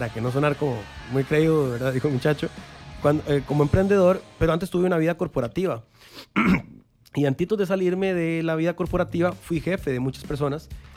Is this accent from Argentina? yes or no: no; Costa Rica